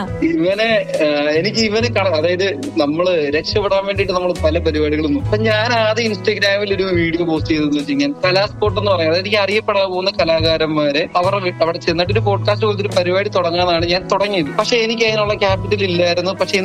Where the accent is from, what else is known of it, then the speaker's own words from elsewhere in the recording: Kottayam, Kerala, India; accent: Kottayam slang; also born or lived in Ernakulam; നമ്മുടെ കോട്ടയം സ്ലാങ്ങിലുള്ള പഴയ അച്ചായന്മാരൊക്കെ സംസാരിക്കുന്ന രീതിയിലുള്ള